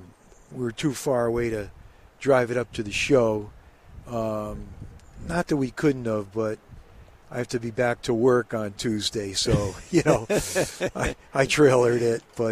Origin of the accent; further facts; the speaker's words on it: Norwich, Connecticut, United States; I'm from Norwich, Connecticut.